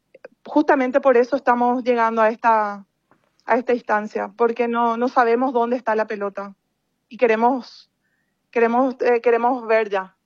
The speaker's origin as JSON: {"language": "Spanish", "country": "Paraguay", "said": "porque somos paraguayos"}